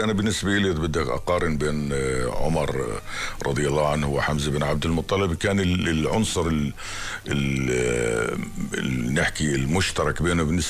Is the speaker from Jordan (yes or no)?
yes; Jordan